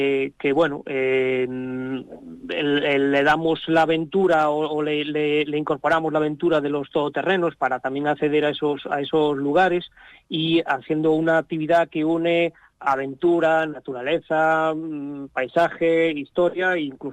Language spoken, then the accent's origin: Spanish; A Coruña, Galicia, Spain; somos de Coruña y empezamos pues la cosa en Coruña